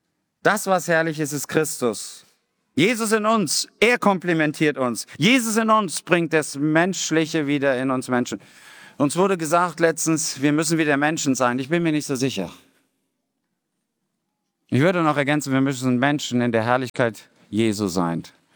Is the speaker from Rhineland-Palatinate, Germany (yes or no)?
yes; Rhineland-Palatinate, Germany; Wir kommen aus dem Westerwald in der Nähe.